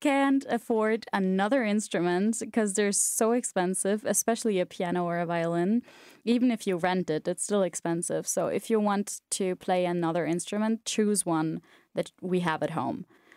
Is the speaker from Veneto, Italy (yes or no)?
no; Trentino-Alto Adige, Italy; moved away as an adult; now in Klagenfurt, Austria; Hi, I'm 21, almost 22 years old, and I'm studying here at Klagenfurt. I'm originally from South Tyrol.